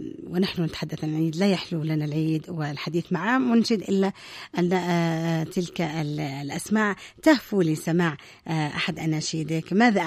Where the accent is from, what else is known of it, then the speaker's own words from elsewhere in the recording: Yemen; هذا الشعار الذي دائما ما يكون في أعيادنا كيمنيين